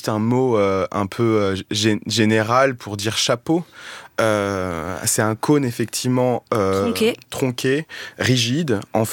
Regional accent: Tunisia; j'ai beaucoup travaillé sur la Tunisie, je suis tunisien

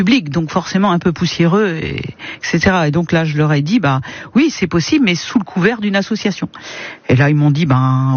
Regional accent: Hauts-de-France, France; born or raised there; now in Auneuil, France

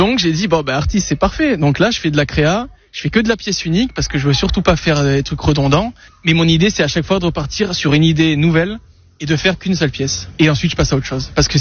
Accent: Nice, Provence-Alpes-Côte d'Azur, France; moved away as an adult; also born or lived in Dijon / Clermont-Ferrand / Toulouse; Quand tu passes le Var en tant que niçois

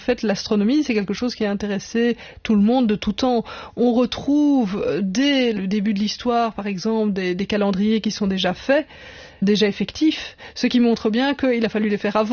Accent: France; chez nous, en France

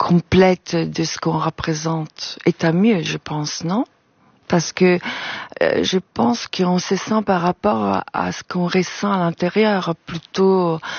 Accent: Italy; Parce que quand j'étais jeune, l'après-midi, en Italie, on avait la faculté de regarder beaucoup de films en noir et blanc.

